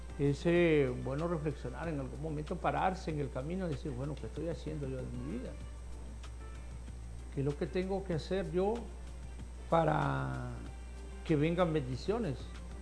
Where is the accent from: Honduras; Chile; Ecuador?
Honduras; Comayagüela, Francisco Morazán; le decimos nosotros en Comayagüela